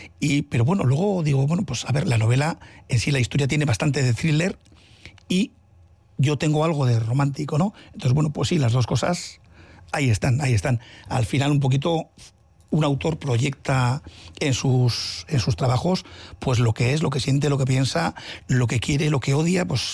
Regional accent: Basque Country, Spain; de donde soy yo, en la margen izquierda, en Nervión.

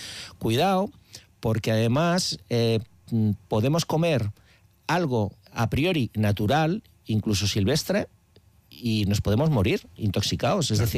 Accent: San Sebastián, Basque Country, Spain; nosotros somos del barrio de Guía

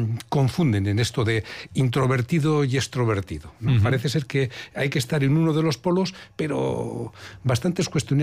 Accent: Bilbao, Basque Country, Spain; moved away; Yo cuando me preguntan de dónde eres, digo, de Deusto. Y luego hace tiempo que no vivo en Deusto

